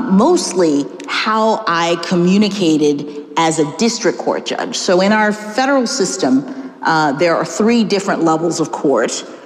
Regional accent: Miami, Florida, United States; moved away as an adult; also born or lived in Washington, D.C.; he was from Boston and I was from Miami, and we said we'll live in Washington, D.C.

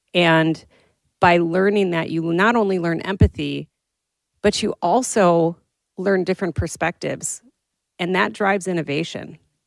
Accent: Milwaukee, Wisconsin, United States; moved away; I grew up in Milwaukee, Wisconsin, if you couldn't tell by my accent.

